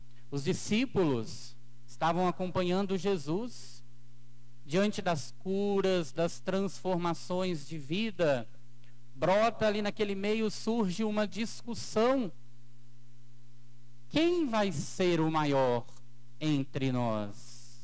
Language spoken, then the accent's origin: Portuguese; Santos Dumont, Minas Gerais, Brazil; Sou filho desta terra, desta cidade. Sou natural aqui de Santos Dumont. Moro lá em Dores do Paraibuna, distrito aqui de Santos Dumont